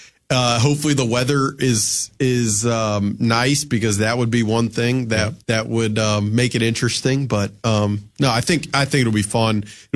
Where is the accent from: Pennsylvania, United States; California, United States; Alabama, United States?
Alabama, United States; now in Minneapolis, United States; I'm from Alabama.